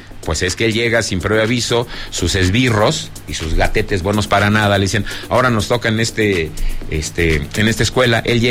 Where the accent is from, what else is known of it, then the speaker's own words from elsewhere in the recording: Zacatecas, Mexico; aquí, en mi tierra Zacatecas